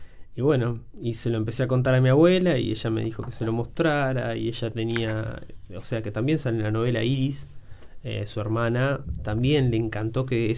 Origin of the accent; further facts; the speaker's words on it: San Ramón, Canelones, Uruguay; also born or lived in Montevideo; Yo me crié en San Ramón. Viví hasta los 16 años. Después viví un tiempo en Montevideo. Después volví. Y hace ahora 8 años que me hice una casa en el campo, como unos... Está a 15 kilómetros de San Ramón y vivo ahí.